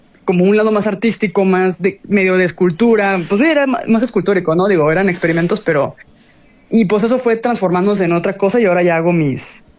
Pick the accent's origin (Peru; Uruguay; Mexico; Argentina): Mexico; Y para mí, como mexicana, o sea, sí fue un choque.